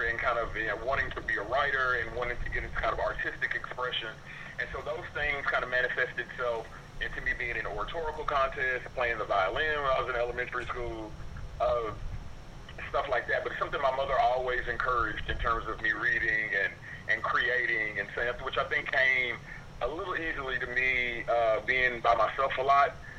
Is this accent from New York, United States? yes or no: no; Dallas, Texas, United States; also born or lived in Corsicana, Texas; now in Austin, United States; well, I was born in Corsicana, Texas, but was raised in Dallas, single-parent home with my mom